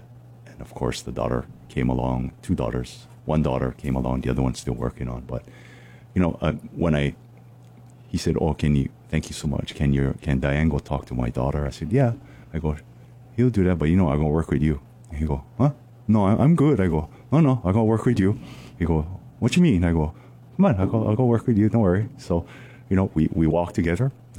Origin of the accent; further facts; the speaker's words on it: Kailua, Hawaii, United States; I had a really good friend growing up in Kailua, and, you know, he grew up Catholic like I did.